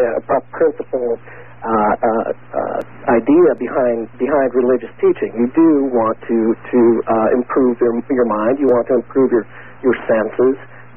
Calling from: Illinois, United States; I'm calling from Illinois.

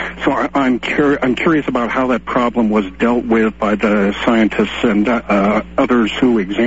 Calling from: Denver, Colorado, United States; calling from Denver, Colorado.

